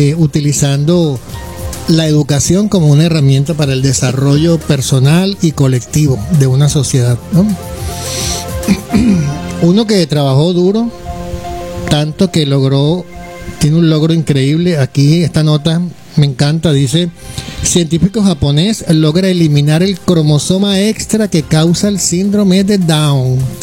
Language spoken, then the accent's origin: Spanish; Venezuela; de nuestra cultura, de nuestra gentilicio como ciudadanos venezolanos